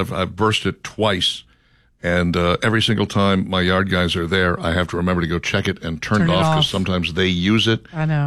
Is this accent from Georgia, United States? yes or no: yes; Flowery Branch, Georgia, United States; I'm from Flower Branch